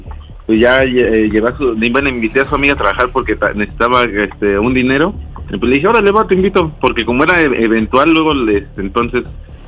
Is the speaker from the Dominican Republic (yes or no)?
no; Mexico City, Mexico; Tengo 24 años y soy aquí de la Ciudad de México.